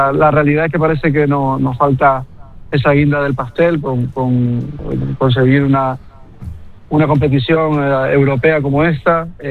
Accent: San Cristóbal de La Laguna, Canary Islands, Spain; como aficionado, como lagunero, como canario

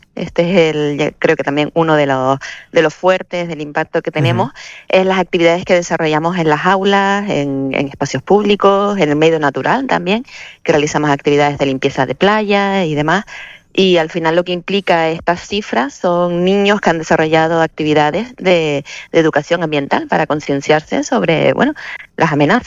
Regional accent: Canary Islands, Spain; siendo nosotros canarios, ¿verdad?, y viviendo en la costa, en la playita

